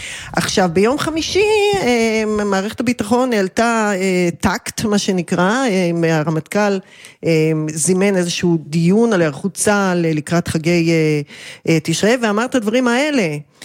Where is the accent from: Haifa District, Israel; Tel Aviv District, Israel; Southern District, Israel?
Tel Aviv District, Israel; Tel Aviv; לא, לא, אני ממש תל אביבית, אפילו בצפון, צפון תל אביב.